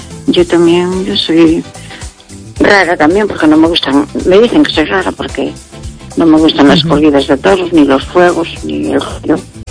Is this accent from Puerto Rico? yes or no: no; Pontevedra, Galicia, Spain; Buenas noches … de Pontevedra.